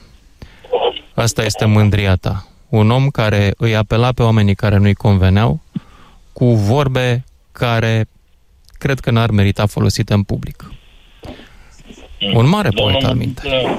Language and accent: Romanian; Romania; și eu sunt tot român.